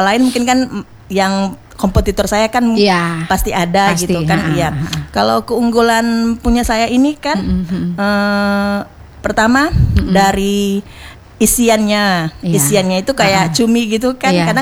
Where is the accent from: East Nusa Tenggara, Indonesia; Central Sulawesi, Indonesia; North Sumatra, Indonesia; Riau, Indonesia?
Riau, Indonesia; Air Molek; kampung saya kan di Air Molek.